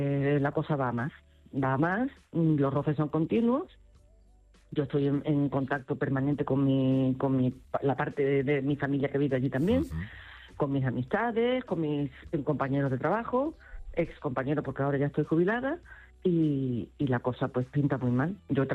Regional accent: Ceuta, Spain; born there; now in Caldas de Reis, Spain; porque yo nací allí, pero que quede claro que mis padres fueron emigrantes gallegos allí y yo sigo siendo gallega, ¿vale? Por parte de padre y de madre. Y tengo aquí mi casa, que es donde estoy ahora, en Caldas de Rey

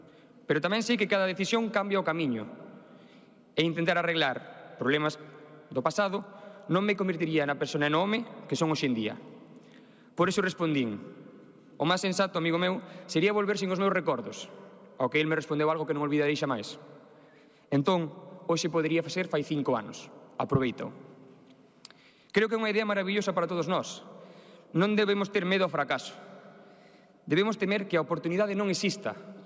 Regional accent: Viveiro, Galicia, Spain; born there; Eu nacín en Viveiro, terra da que me sinto profundamente orgulloso. Galicia está no meu corazón e tamén na miña identidade.

